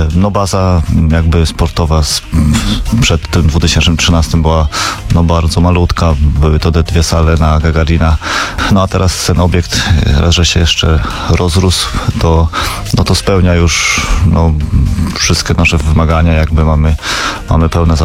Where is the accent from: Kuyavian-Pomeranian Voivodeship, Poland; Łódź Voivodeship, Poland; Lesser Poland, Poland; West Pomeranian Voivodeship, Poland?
Kuyavian-Pomeranian Voivodeship, Poland; Toruń; Ja wychowałem się na Skarpie.